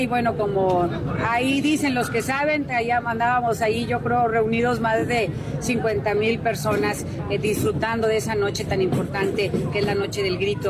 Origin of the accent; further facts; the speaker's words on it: Mexico; como ciudadanos y como mexicanos, es cada cumplir cada quien con lo que nos corresponde.